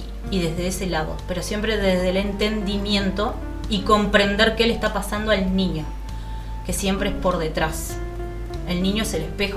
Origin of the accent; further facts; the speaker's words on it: Minas, Lavalleja, Uruguay; moved away as an adult; yo me podría haber formado en Minas, de donde soy. O me podría haber formado en Pando, que mi madre vive cerca.